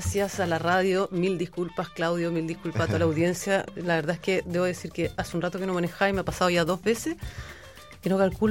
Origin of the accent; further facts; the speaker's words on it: Valparaíso, Chile; moved away as an adult; now in Santiago, Chile; ahora me fui a Santiago por pega, hijo y otras cosas, como... Ya. Pero sí, estudié acá, viví más de 20 años acá